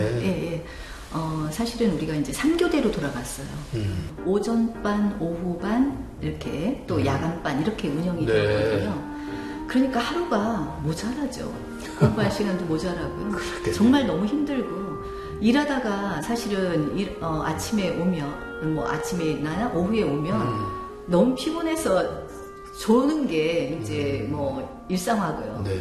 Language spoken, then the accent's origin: Korean; Changwon, South Gyeongsang, South Korea; 고향이 마산이에요.